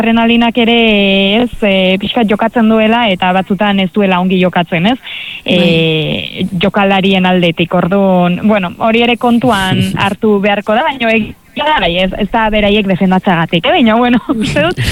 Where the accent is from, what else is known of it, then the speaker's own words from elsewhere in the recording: Lesaka, Navarre, Spain; aspaldiko kontua da, baino nire herrian, Lesakan, oroitzena ez